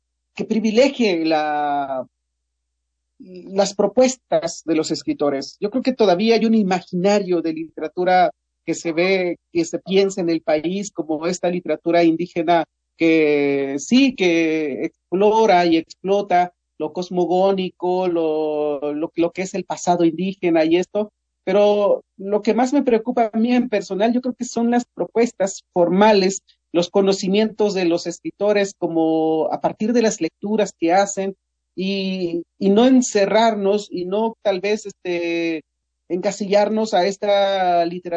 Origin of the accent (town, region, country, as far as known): Mexico